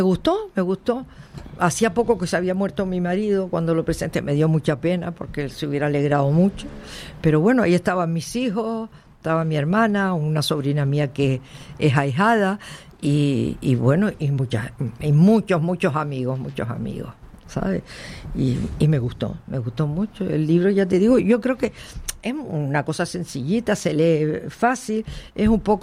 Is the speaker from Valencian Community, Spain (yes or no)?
no; Las Palmas, Canary Islands, Spain; also born or lived in Santa Brígida; yo por ejemplo nací en Las Palmas, pero mis padres se pasaban 6 meses en Las Palmas y 6 meses en el Monte Lentiscal, en Santa Brígida.